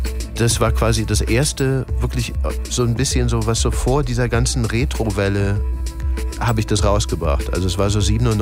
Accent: Cologne, North Rhine-Westphalia, Germany; ich bin ja aus Köln ursprünglich auch

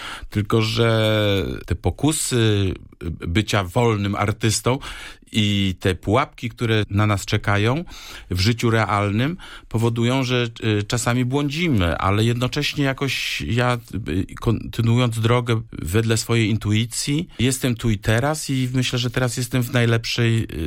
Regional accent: Pyrzyce, West Pomeranian Voivodeship, Poland; moved away as an adult; now in Berlin, Germany; z tego małego miejsca, jakim są Pyrzyce, koło Szczecina, skąd pochodzę

